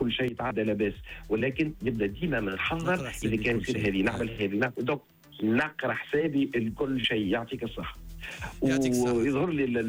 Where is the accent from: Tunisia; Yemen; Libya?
Tunisia; احنا راه تونسي